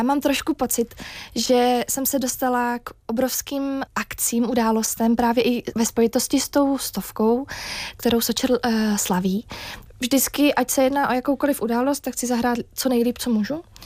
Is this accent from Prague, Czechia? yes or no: yes; Prague, Czechia